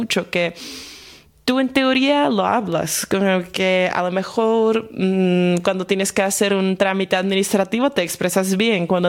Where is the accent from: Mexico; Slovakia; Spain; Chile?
Slovakia; accent: Slovak; first language Slovak; Spanish is a second language; porque en eslovaco, por ejemplo, ya por eso tengo el acento bastante marcado, porque nosotros ponemos el acento siempre en la primera sílaba de la palabra.